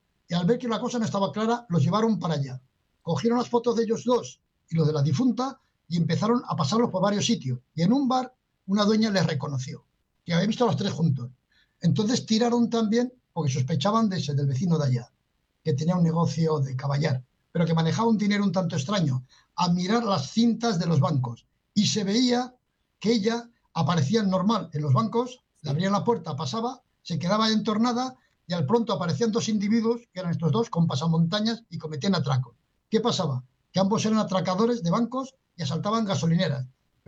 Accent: Pamplona, Navarre, Spain; volviendo a mi tierra en Pamplona

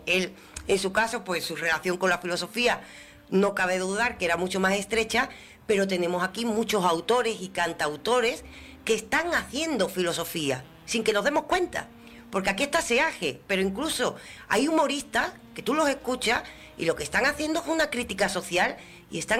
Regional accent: Andalusia, Spain; es un programa para que nos cojamos cariño a nosotros como andaluces.

